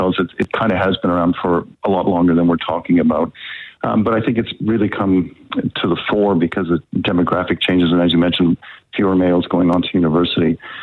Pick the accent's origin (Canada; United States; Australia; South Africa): Canada; I am from Canada